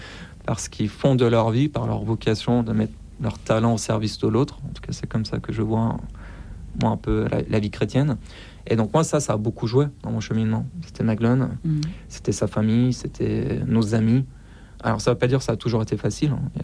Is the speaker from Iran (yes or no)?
yes; Iran; now in France; quand j'ai quitté l'Iran